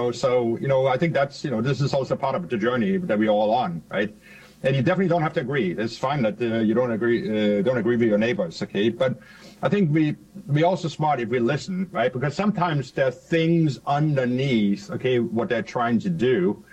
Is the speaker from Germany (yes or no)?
no; Denmark; moved away as an adult; now in United States; Okay, so I actually grew up in Denmark, and I came to the United States in 1989. I was very fortunate. I was on the Danish national team in golf, of all things